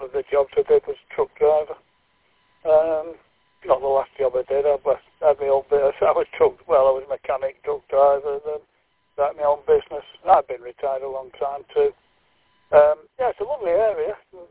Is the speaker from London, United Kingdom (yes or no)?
no; Manchester, North West England, United Kingdom; moved away as an adult; now in Wrexham, United Kingdom; We live over near Wrexham, but we're from Manchester originally. And moved out into Wrexham about 2011.